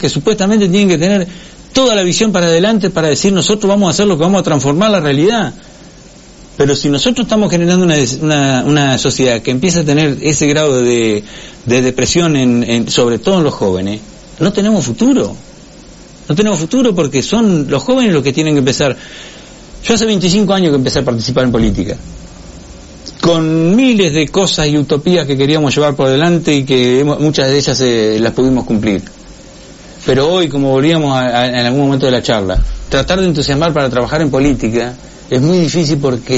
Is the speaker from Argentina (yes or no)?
yes; Argentina; tenemos que creer en nosotros como argentinos